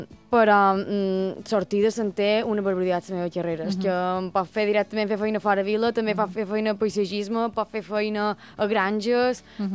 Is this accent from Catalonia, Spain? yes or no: no; Manacor, Balearic Islands, Spain; De Manacor, crec que se nota.